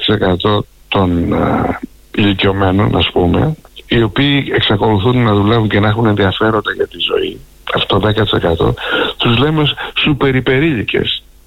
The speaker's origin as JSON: {"language": "Greek", "country": "Greece"}